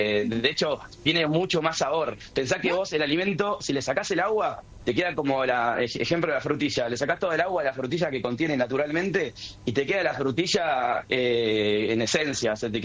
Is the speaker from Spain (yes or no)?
no; Mar del Plata, Buenos Aires Province, Argentina; yo soy de Mar del Plata